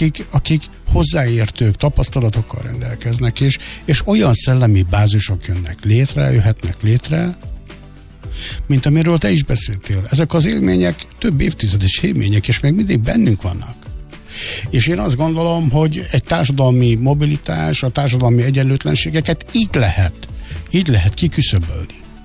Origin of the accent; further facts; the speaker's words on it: Hungary; Mi magyarok vagyunk.